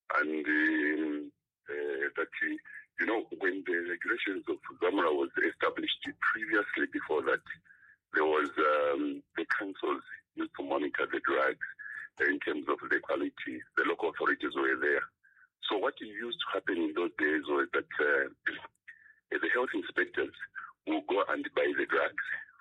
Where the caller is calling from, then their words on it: Ndola, Copperbelt, Zambia; I'm calling from the Copper Belt in Indola